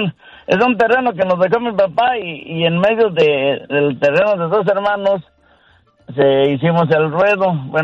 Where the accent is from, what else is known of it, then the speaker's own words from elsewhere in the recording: Querétaro, Mexico; Allá en México somos de Querétaro y entre mis hermanos y yo hacemos un jaripeo todos los diciembre.